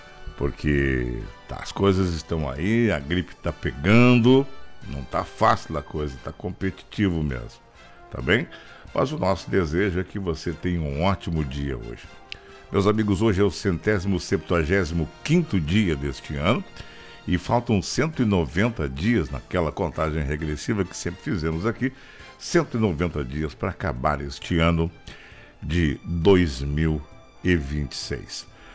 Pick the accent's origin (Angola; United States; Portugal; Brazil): Brazil; Nós somos brasileiros